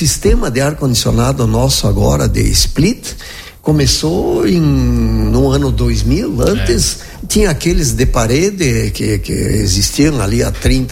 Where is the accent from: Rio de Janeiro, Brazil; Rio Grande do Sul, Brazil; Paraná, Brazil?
Rio Grande do Sul, Brazil; Marau; moved away as an adult; also born or lived in Guaporé; Saí de Marau com 19 anos